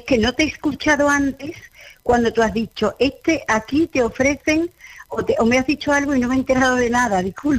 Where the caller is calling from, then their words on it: Seville, Andalusia, Spain; De Sevilla.